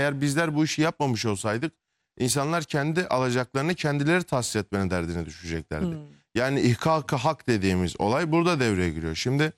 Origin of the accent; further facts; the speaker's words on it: Adıyaman, Turkey; Adıyamanlıyım.